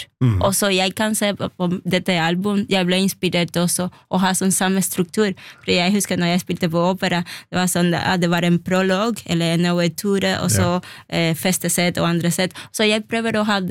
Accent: Cuba; Norwegian is a second language; moved away as an adult; now in Norway; jeg studerte klassisk musikk på Cuba for 10 år

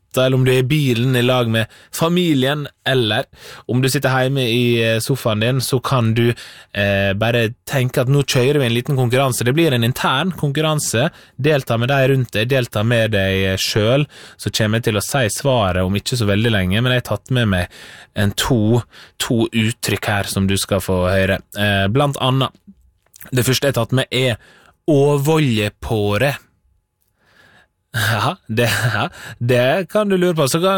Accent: Møre og Romsdal, Norway; jeg er hjemme på Sunnmøre

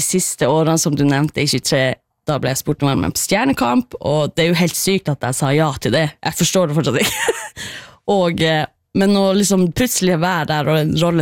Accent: Karasjok, Finnmark, Norway; jeg vokste opp i Karasjok, og selvfølgelig, alle på barneskolen er jo, liksom, skal jo joike en eller annen gang i løpet av livet.

